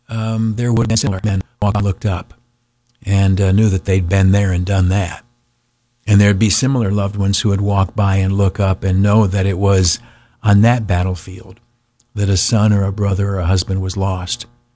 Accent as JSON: {"language": "English", "region": "New York", "country": "United States", "tie": "born or raised there", "lives_now": "Syracuse, United States", "said": "Syracuse, I grew up in the Southern Tier. I've had privilege of working here now for 15 years, and I count myself blessed in that. But I'm not a son of your soil. I'm a newcomer, a visitor, if you will."}